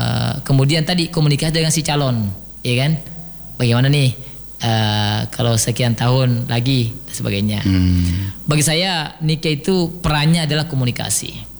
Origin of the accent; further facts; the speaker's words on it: Sulawesi, Indonesia; apalagi kita orang Sulawesi.